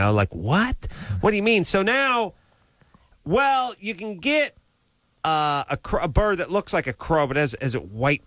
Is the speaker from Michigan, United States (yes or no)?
no; Los Angeles, California, United States; I grew up in the San Fernando Valley.